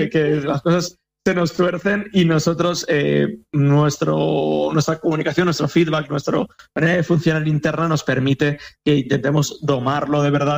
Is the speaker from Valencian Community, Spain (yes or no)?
yes; Vila-real, Valencian Community, Spain; Nosotros somos de Villarreal, hemos estado en Sagunt en varias ediciones con otros espectáculos